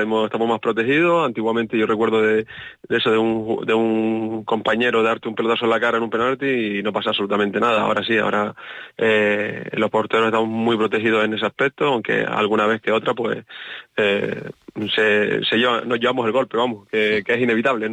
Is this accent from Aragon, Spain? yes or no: no; Canary Islands, Spain; mira que soy canario y canarión